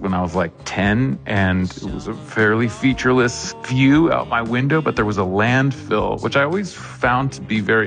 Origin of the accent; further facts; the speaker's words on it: Illinois, United States; It was growing up in Illinois.